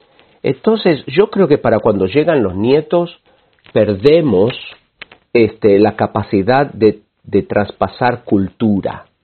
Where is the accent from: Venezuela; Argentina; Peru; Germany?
Argentina; Buenos Aires; now in United States; somos familias de inmigrantes, mis padres y mis abuelitos eran gente de campo, yo crecí en el oeste de la ciudad de Buenos Aires.